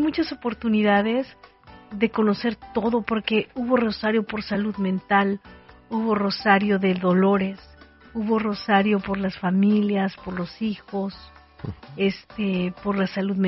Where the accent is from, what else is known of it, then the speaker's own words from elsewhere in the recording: Mexico City, Mexico; en mi pueblito tiembla mucho, en la Ciudad de México.